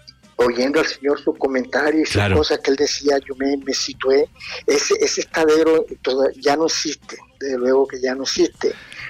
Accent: Barranquilla, Atlántico, Colombia; yo soy de Barranquilla, y allá en Barranquilla, el barrio donde yo vivo

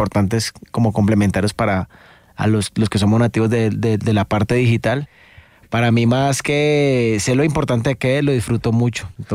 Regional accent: Cali, Valle del Cauca, Colombia; Yo soy del sur de Cali. Desde el barrio Limonar, pues viví muy pequeño en el norte, pero fue pasajero. Ajá. Y ya radicado en el sur de Limonar, y ahí ya fuimos yéndonos un poquito más para el sur.

